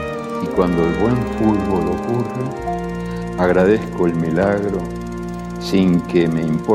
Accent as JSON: {"language": "Spanish", "country": "Uruguay", "said": "Como todos los uruguayos, toditos, yo nací gritando gol."}